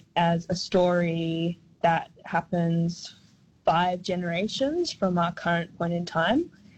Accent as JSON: {"language": "English", "town": "Alice Springs", "region": "Northern Territory", "country": "Australia", "tie": "born or raised there", "said": "I'm an Aranda woman from Central Australia, born and raised in Mbantu, Alice Springs. I also have family from the Torres Straits in Thursday Island and also the UK as well."}